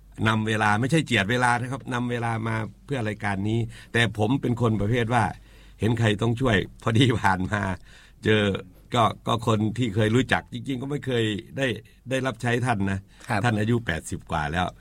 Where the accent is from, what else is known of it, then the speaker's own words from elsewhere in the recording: Ubon Ratchathani, Thailand; born there; ผมเป็นคนอุบลโดยกำเนิดนะครับเกิดมาได้แป๊บเดียว65ปีแล้วนะครับเกิดอยู่ที่นี่นะครับ